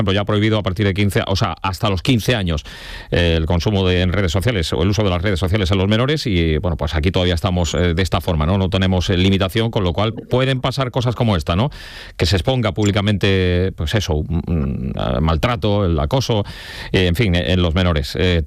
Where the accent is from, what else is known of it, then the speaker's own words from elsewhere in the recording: Jaén, Andalusia, Spain; Las expresiones típicas en Jaén, por ejemplo, en mi tierra se dice la vística.